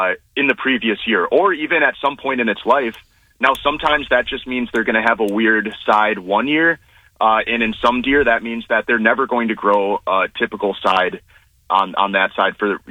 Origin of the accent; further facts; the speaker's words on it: Wisconsin, United States; moved away; I grew up in Wisconsin